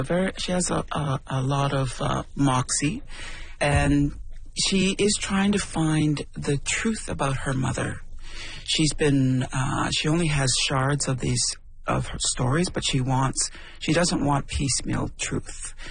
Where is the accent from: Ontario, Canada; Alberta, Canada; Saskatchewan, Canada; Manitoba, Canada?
Ontario, Canada; Temagami; when I grew up in Tomogamy, in Northern Ontario, but I think this is true for all across Canada, really